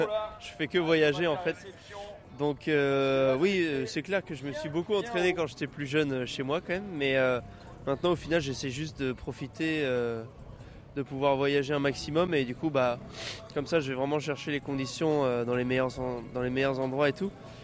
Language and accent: French; La Baule, Pays de la Loire, France; Moi, je suis originaire du Pays de la Loire, de La Baule.